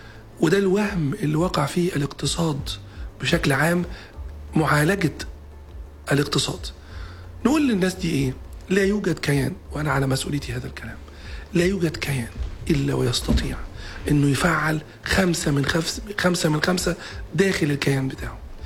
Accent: Egypt; عندنا في مصر

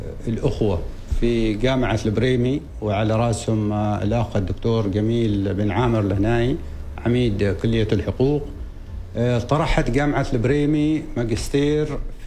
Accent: Oman; احنا كعمانيين وعرب ومسلمين

